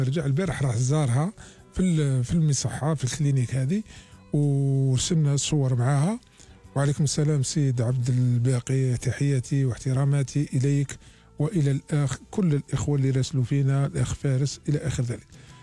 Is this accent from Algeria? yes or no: yes; Algeria; وحنا جزائريين